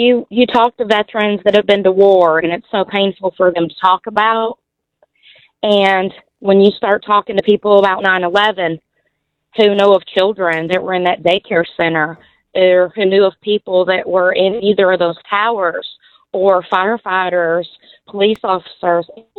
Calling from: Chickamauga, Georgia, United States; I'm down here in Chickamauga, Georgia.

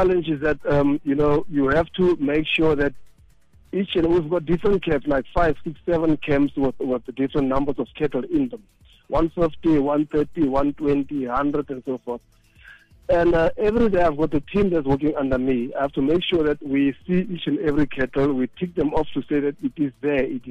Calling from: Kimberley, Northern Cape, South Africa; From Kimberley, Northern Cape.

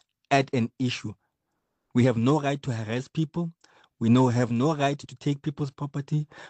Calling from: South Africa; here from Ekurhuleni. Kathy, as a South African

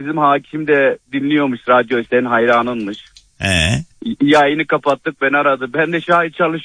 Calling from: Gaziantep, Turkey; Abi ben Gaziantep'ten arıyorum.

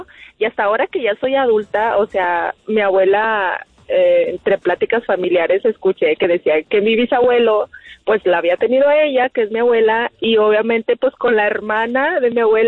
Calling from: Zacatecas, Mexico; nosotros somos de Zacatecas

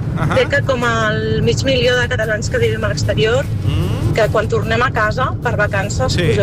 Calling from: Switzerland; de Suïssa.

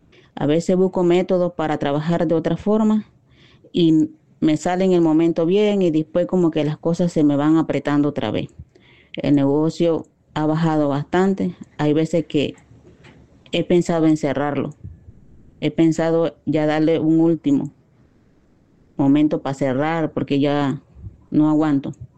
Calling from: Colón, Panama; Soy de la Costa Abajo. Actualmente vivo en La Verbena, Colón. … Nací el 18 de noviembre de 68.

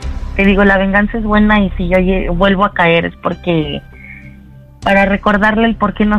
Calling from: Mexico City, Mexico; 28 y aquí de Coyoacán.

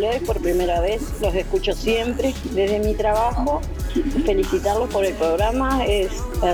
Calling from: Las Piedras, Canelones, Uruguay; que soy de Las Piedras.

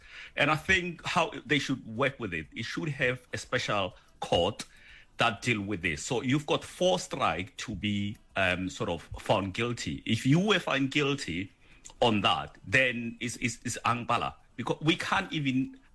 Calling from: South Africa; as South African men.

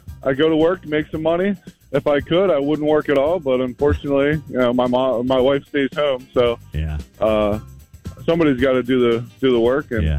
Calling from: United States; from E-Town.

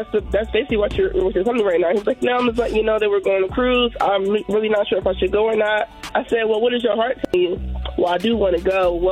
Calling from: New Jersey, United States; I'm calling from Jersey.

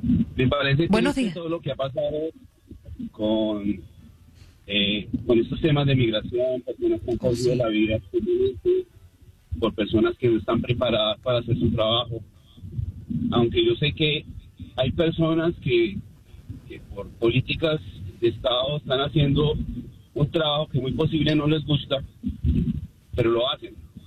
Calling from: Ogden, Utah, United States; De Ogden.

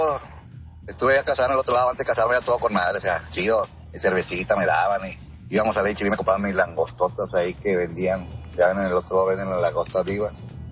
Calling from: Mexico; yo soy de México

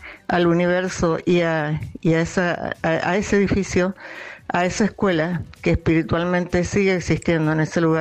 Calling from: Reconquista, Santa Fe, Argentina; de Reconquista, Santa Fe.

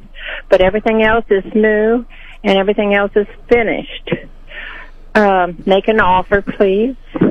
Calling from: Sedalia, Missouri, United States; I'm calling from Sandalia

